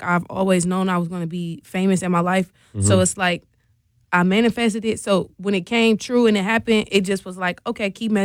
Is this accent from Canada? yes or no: no; West Palm Beach, Florida, United States; also born or lived in Milwaukee, Wisconsin; I'm from Milwaukee, but... And I moved from Milwaukee in sixth grade. I lived in West Palm Beach, Florida from sixth grade to 12th grade. I graduated and went to high school and middle school in Florida.